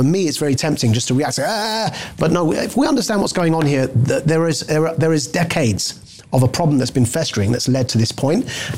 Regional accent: United Kingdom; born there; Muslims born in this country, people like me, are as British as white non-Muslim people born here.

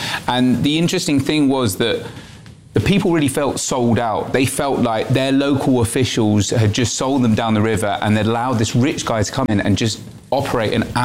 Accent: United Kingdom; We're British journalists.

